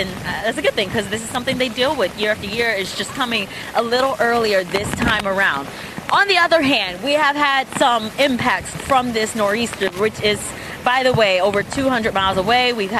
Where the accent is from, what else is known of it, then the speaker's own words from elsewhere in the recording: New Orleans, Louisiana, United States; moved away; I'm from New Orleans.